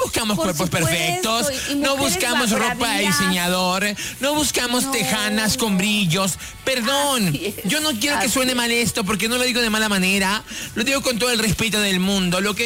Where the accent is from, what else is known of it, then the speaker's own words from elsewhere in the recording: Mexico; y lo digo como latinoamericanos, no nada más como mexicanos, o sea, atención.